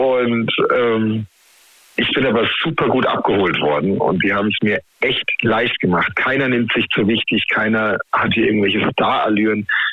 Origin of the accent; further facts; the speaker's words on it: Heidelberg, Baden-Württemberg, Germany; weil ich natürlich als Heidelberger, Baujahr 85, mit den … aufgewachsen bin. Ne? Also hier im Rhein-Neckar-Delta